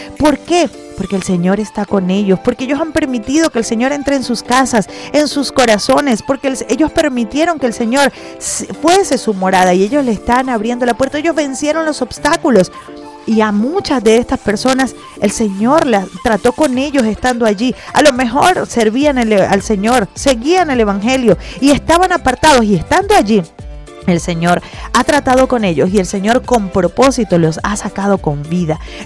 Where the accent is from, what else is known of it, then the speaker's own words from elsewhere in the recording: Venezuela; tú y yo como venezolanos, como nación